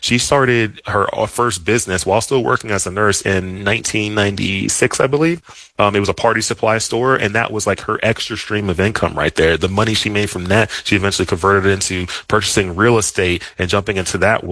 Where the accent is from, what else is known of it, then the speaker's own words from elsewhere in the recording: Dallas, Texas, United States; So anyways, I grew up in Dallas, Texas. Both of my parents immigrated from Nigeria to the U.S. In the early 80s.